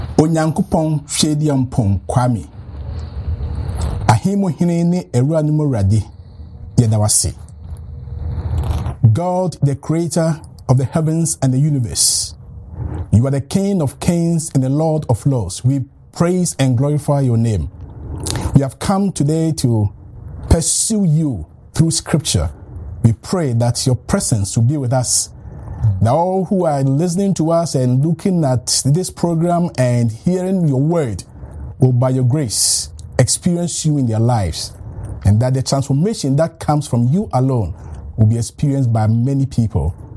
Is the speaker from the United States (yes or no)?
no; Ghana; first language Asante Twi; English is a second language; of Ghana in West Africa. My mother tongue is Asante Twi.